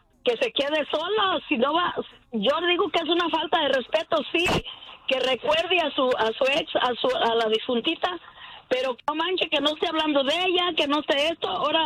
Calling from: California, United States; De Cires, California.

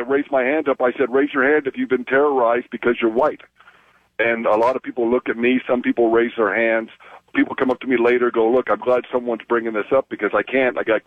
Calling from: Oceanside, California, United States; this is Oceanside, California

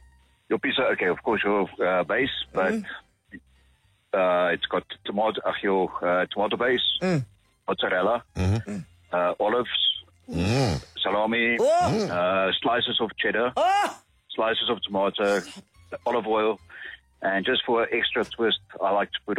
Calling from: Nigel, Gauteng, South Africa; I've been living in Nigel for the past 41 years.

